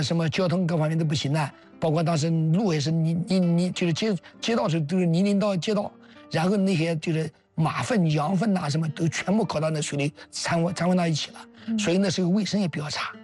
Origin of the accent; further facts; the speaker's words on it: Anhui, China; 当时山南的那个军红军司令是我们安徽人